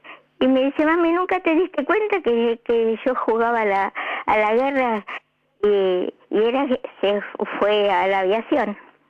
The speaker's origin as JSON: {"language": "Spanish", "country": "Italy", "tie": "born or raised there", "said": "Y le digo, mira que si me voy a Italia no vuelvo, me quedo en mi pueblo."}